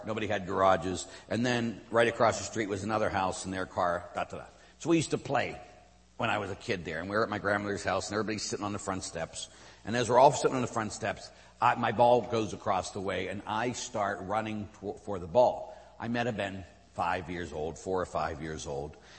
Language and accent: English; Pittsburgh, Pennsylvania, United States; And again, when I was a kid, I grew up in Pittsburgh, as we all know, and I was at my grandmother's house. Now, in the north side of Pittsburgh, houses are like row houses and different things.